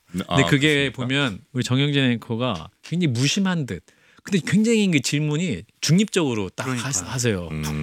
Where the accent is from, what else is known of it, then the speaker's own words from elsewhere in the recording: North Chungcheong, South Korea; 제 고향 충북.